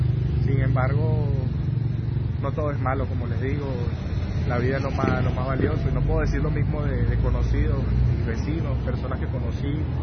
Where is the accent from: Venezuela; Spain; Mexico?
Venezuela; moved away as an adult; now in Santa Cruz, Bolivia; Particularmente como venezolano, les puedo decir que tengo el alma rota, pues, porque todos mis recuerdos, mi infancia, mi identidad, todo lo que... el sitio donde crecí